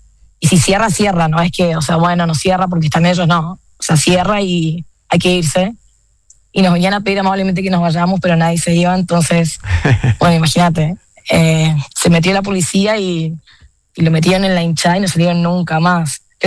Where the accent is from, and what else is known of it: Resistencia, Chaco, Argentina; moved away as an adult; now in Miami, United States